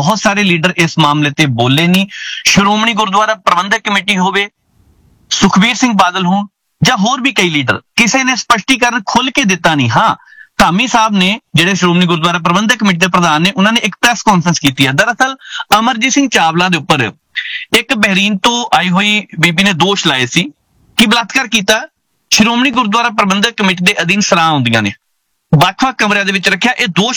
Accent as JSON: {"language": "Punjabi", "town": "Bhogpur", "region": "Punjab", "country": "India", "said": "ਮੈਂ ਜੀ ਦੁਆਬੇ ਦੀ ਧਰਤੀ ਤੋਂ ਆ, ਤੇ ਜਲੰਧਰ ਤੋਂ। ਜਲੰਧਰ ਦੇ ਕੋਲ ਕਸਬਾ ਭੋਪਰ ਪੈਂਦਾ, ਸ਼ੂਗਰ ਮਿਲ ਸਭ ਤੋਂ ਪੁਰਾਣੀ ਹੈ ਪੰਜਾਬ ਦੀ, ਇੱਕੋ ਸ਼ੂਗਰ ਮਿਲ ਜਿਹੜੀ ਸਭ ਤੋਂ ਪਹਿਲਾਂ ਅੰਗਰੇਜ਼ਾਂ ਨੇ ਬਣਾਈ ਸੀ। ਇਹ ਖਾਸੀਅਤ ਹੈ, ਗੰਨਾ ਇੱਥੇ ਸਭ ਤੋਂ ਮਿੱਠਾ ਹੈ, ਇਸੇ ਕਰਕੇ ਚੋਣ ਇਸ ਇਲਾਕੇ ਦੀ ਕੀਤੀ ਸੀ। ਭੋਪਰ ਤੋਂ ਜੀ ਮੈਂ।"}